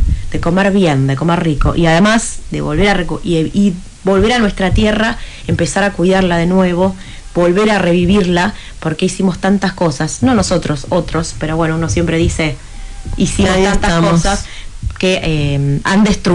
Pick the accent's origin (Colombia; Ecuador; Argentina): Argentina; Lomas de Zamora, Buenos Aires Province; yo soy lomense